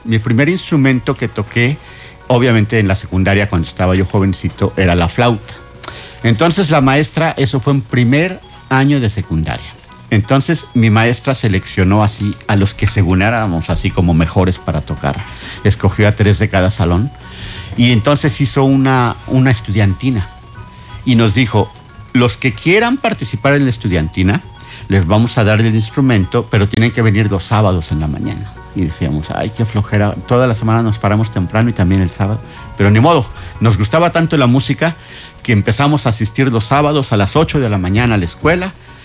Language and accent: Spanish; Mexico City, Mexico; born there; Bueno, yo me acuerdo que era muy pequeño. Yo nací en la Ciudad de México y allá en el centro hay un parque muy famoso que se llama La Alameda.